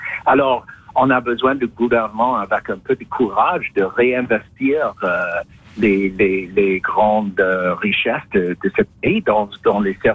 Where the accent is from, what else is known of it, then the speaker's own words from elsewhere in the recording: Toronto, Ontario, Canada; French is a second language; je suis un enfant des années 70 hein, et en grandissant à Toronto, en jouant au hockey ball dans la rue, Guy Lafleur était notre héros.